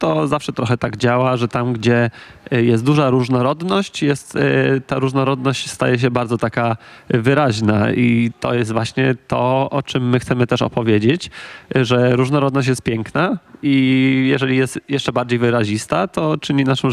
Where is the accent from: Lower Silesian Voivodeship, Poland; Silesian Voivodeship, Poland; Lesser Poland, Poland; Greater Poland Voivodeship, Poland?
Greater Poland Voivodeship, Poland; Kębłowo; na moją rodzinną wioskę Kębłowo mówili kiedyś błota. To znaczy, że błota. Tam są błota i jest bardzo dużo wody i jest to taki podmokły teren.